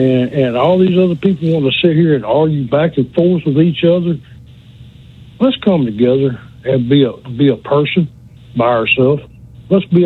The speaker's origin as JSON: {"language": "English", "town": "Birmingham", "region": "Alabama", "country": "United States", "tie": "born or raised there", "said": "I'm 51 years of age, and I grew up in Birmingham, Alabama. Now, I probably haven't been more than 300 miles one way or the other."}